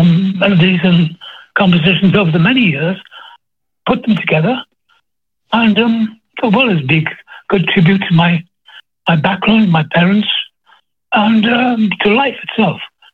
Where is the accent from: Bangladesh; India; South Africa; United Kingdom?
United Kingdom; Wales; now in United States; I'm Welsh, and that's it.